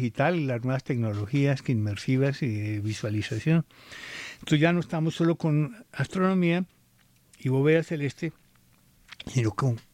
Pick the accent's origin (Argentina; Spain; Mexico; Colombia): Colombia; Bogotá; Yo nací en Bogotá, soy bogotano. Mi familia es del Valle de Tuluá y del Líbano, Tolima.